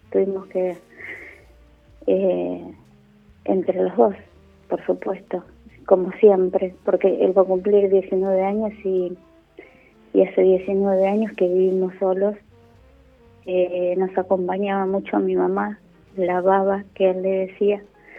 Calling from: Chivilcoy, Buenos Aires Province, Argentina; de Chivilcoy.

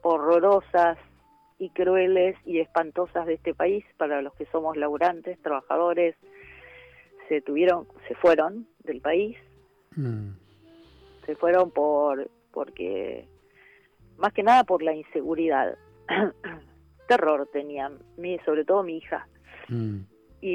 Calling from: Victoria, Buenos Aires Province, Argentina; De Victoria, San Fernando.

